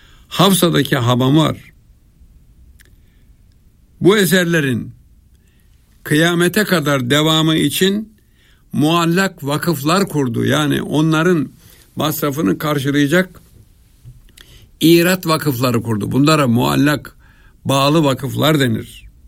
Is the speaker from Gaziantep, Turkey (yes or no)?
no; Istanbul, Turkey; born there; ben İstanbul doğumluyum. Arkadaş Kasımpaşalıyım, evet.